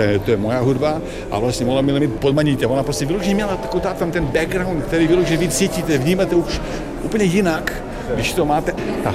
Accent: Serbia; Czech is a second language; moved away as an adult; now in Prague, Czech Republic; Já jsem z Balkánu, z Srbska, a šel jsem studovat do Prahy.

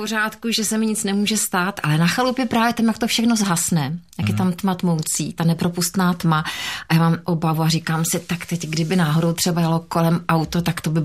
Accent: Prague, Czechia; Já jsem rodila Pražačka, ano.

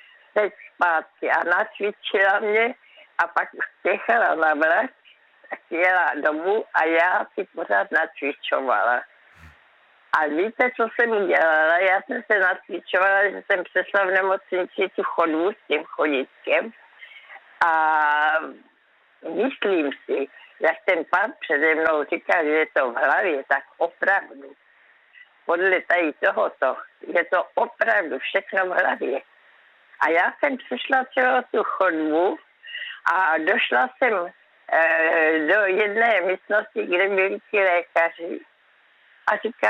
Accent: Brno, South Moravian Region, Czechia; Víte, kde jsem vyrostla v Kamence? To je samý vrch, samý kopec v Brně.

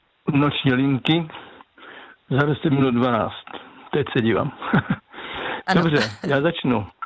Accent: Moravian Slovakia, Czechia; now in Kopřivnice, Czechia; jak jsem vyrůstal na Moravském Slovácku

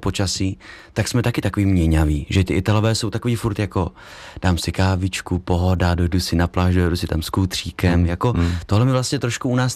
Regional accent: Bohemia, Czechia; my tady u nás v Čechách

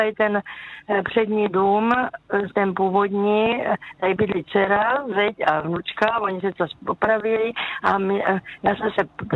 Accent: South Moravian Region, Czechia; jeli jsme školu v Brně, myslím, že kousek od Brna to máme, doprava výborná

